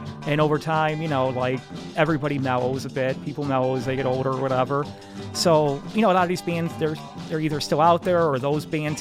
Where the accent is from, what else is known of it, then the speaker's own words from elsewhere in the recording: Syracuse, New York, United States; Yeah, I was born in Syracuse and grew up there and did everything you could do in Syracuse.